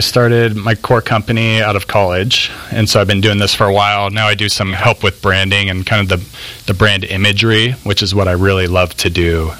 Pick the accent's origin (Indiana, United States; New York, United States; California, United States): California, United States; I'm from Orange County, California.